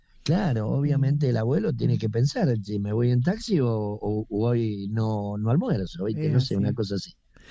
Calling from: Mendoza, Argentina; De Mendoza, Mendoza capital.

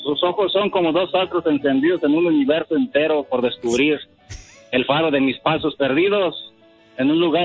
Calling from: Salinas, California, United States; vivo en Salinas

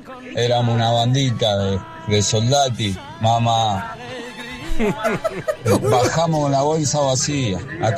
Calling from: Buenos Aires, Argentina; de Lugano te habla.

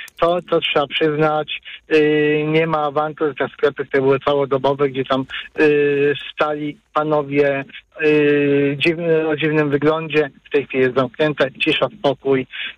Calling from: Łódź, Łódź Voivodeship, Poland; u nas w Łodzi

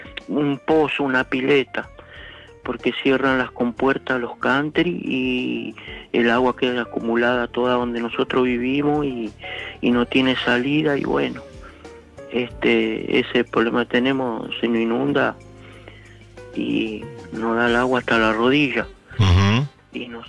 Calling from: Manuel Alberti, Buenos Aires Province, Argentina; Yo soy de Manuel Alberti, partido de Pilar

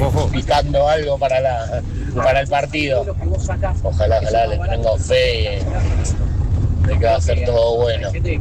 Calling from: Libertad, Buenos Aires Province, Argentina; de Libertad.

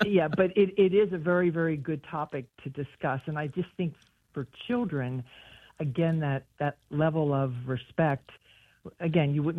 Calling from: North Wales, Pennsylvania, United States; I'm calling from North Wales, Pennsylvania.

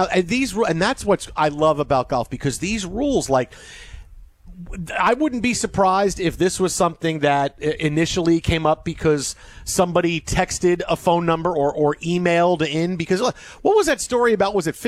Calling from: Sioux Falls, South Dakota, United States; Oh, no. I'm just a golf fan. I'm watching from Sioux Falls.

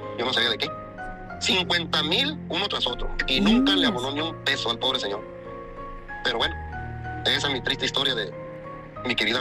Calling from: Acapulco, Guerrero, Mexico; Nosotros somos de Acapulco, Guerrero, y fuimos comerciantes

